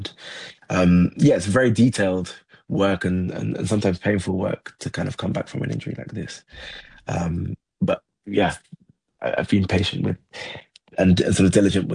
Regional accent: Nottingham, East Midlands, United Kingdom; born or raised there; now in London, United Kingdom

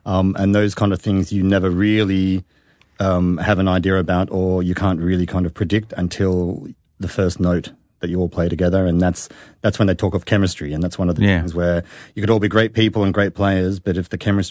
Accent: Sydney, New South Wales, Australia; now in Berlin, Germany; I'm from Sydney

